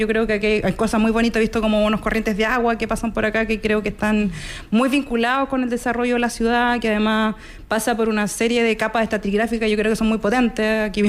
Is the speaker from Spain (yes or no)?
no; Colombia; somos un equipo de dos personas que venimos de Columbia